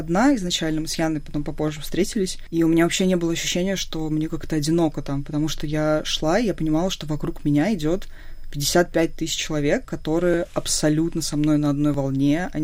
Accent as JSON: {"language": "Russian", "country": "Russia", "said": "я прям девочка из России"}